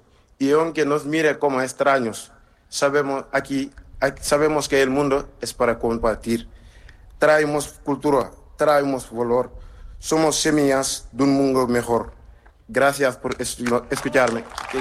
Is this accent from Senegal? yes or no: yes; Senegal; Tengo 20 años y soy de Senegal.